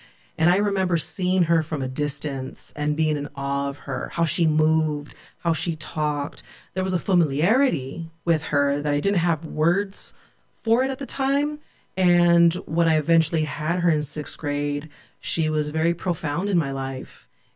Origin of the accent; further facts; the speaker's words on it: Turlock, California, United States; Actually, I grew up in Turlock, California. I was born and raised in Turlock, California, and I moved away once and came back. But the Central Valley is my home, and Santa Claus County is definitely my home.